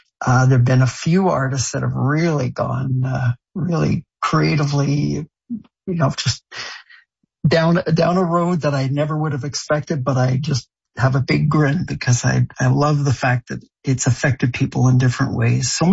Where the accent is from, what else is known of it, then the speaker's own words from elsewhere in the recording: France; also born or lived in Ottawa, Canada; now in Canada; I think, you know, I grew up in France, and but I was born in Ottawa. And when we moved back to Canada, we had a place in the Upper Ottawa.